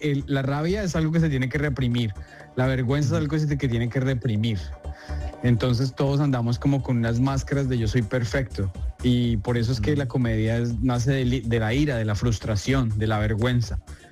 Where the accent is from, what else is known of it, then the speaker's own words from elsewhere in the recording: Colombia; now in New York, United States; Creo que soy el primer colombiano que va a grabar un especial en español aquí en la Gran Manzana